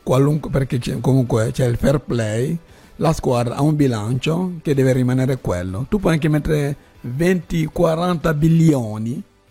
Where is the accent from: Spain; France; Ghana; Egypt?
France; io l'arabo non lo parlo, sono francese.